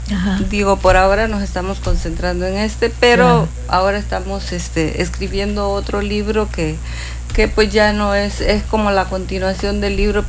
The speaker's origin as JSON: {"language": "Spanish", "country": "El Salvador", "also_born_or_lived": "Cancún", "moved": "yes", "lives_now": "Playa del Carmen, Mexico", "said": "Yo he vivido mucho tiempo en Cancún, viví mucho tiempo aquí. Digo, soy salvadoreña porque pues de allá es la historia. Sí. Pero yo vine aquí hace 25 años."}